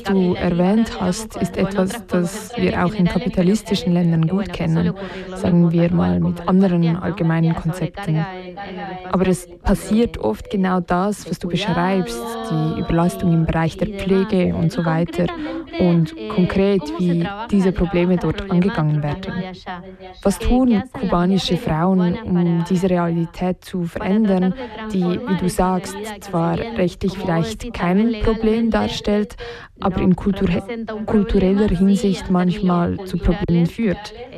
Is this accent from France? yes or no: no; Argentina; Ich komme zum Beispiel aus Argentinien